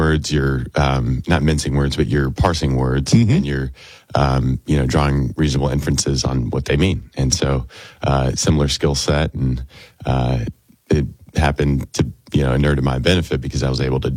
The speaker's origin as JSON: {"language": "English", "country": "United States", "tie": "born or raised there", "said": "So it's my hometown seat"}